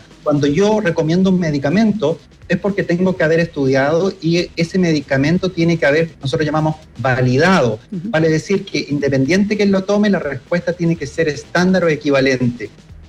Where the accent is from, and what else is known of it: Chile